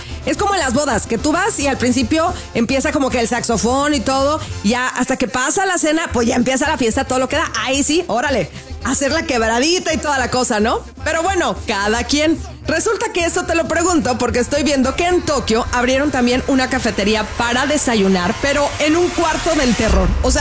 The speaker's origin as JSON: {"language": "Spanish", "region": "Sinaloa", "country": "Mexico", "said": "Oye, yo que soy sinaloense, ahí hay un chorro de restaurantes de mariscos"}